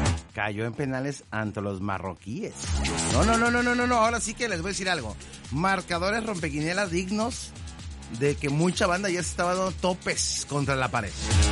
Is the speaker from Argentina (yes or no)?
no; Mexico